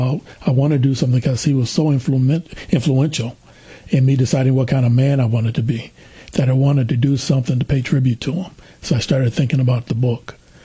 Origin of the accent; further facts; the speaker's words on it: Lansing, Michigan, United States; Okay, I'm a son of Lansing. Mm-hmm. I grew up here in Lansing. My parents moved up from the South in 1950 to raise their family.